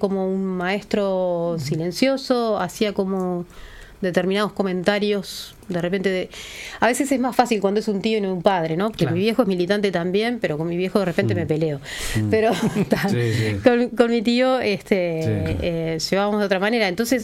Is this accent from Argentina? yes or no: yes; Argentina; born there; Yo me crié en el exilio con mi hermana. De hecho, nací en Argentina yo, ella nació en Suecia.